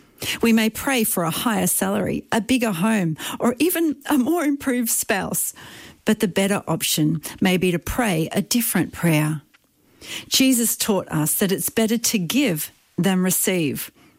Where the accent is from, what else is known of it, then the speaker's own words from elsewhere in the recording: Australia; ent study in my home country, Australia, says that we're the unhappiest we've been in 20 years.